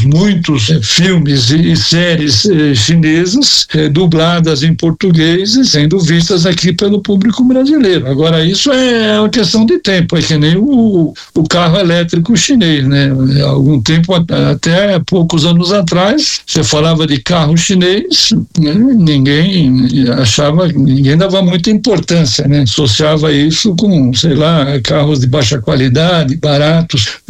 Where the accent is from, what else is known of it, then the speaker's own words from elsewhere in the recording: Brazil; Nenhum país do mundo que eu viajei a trabalho e que eu me apresentei, né, como brasileiro, em todos os lugares eu sempre fui muito bem recebido.